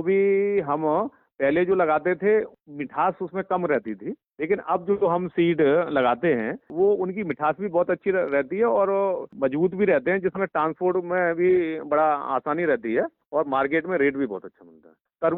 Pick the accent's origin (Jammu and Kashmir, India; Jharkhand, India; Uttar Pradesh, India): Uttar Pradesh, India; Firozabad; गांव की ठोत फिरोजाबाद का रहने वाला हूँ।